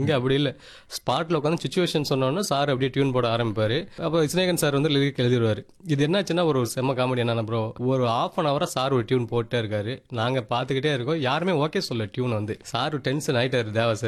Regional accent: Coimbatore, Tamil Nadu, India; நான் கோயம்புத்தூர் சார் அப்படின்னு சொல்லி சொல்லியிருந்தேன்.

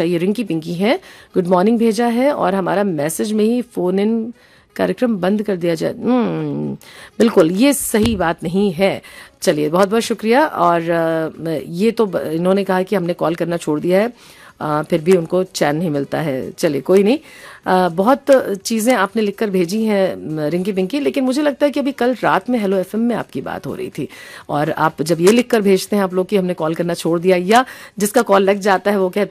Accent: Lucknow, Uttar Pradesh, India; लेकिन भाई देखिए, ये जो चीजें होती हैं, हम लखनऊ से हैं

